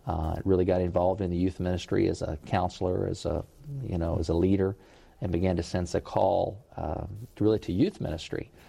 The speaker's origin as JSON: {"language": "English", "town": "Lexington", "region": "Kentucky", "country": "United States", "tie": "born or raised there"}